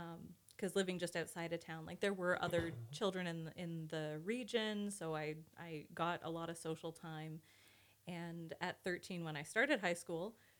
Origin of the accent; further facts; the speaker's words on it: Yukon, Canada; also born or lived in Hamilton, Ontario / London, Ontario; was born in Ontario. I was born in Hamilton, and then I lived in London with my mom till I was about five. And then we came up here all the way to the Yukon.